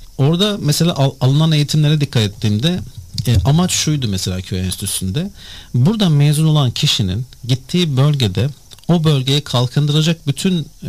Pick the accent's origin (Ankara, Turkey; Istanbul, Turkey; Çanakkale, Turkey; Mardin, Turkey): Mardin, Turkey; Nusaybin; born there; moved away; also born or lived in Eskişehir / Sakarya; Mardin Nusaybin doğumluyum.